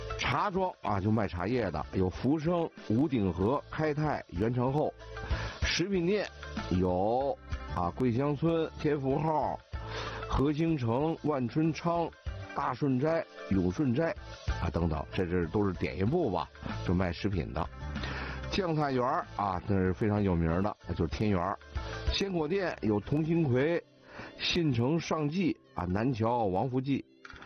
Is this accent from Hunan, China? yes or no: no; Beijing, China; 因为我从小就在它附近的劈柴胡同长大的啊，所以对这个西单商场啊可以说呢记忆深刻啊。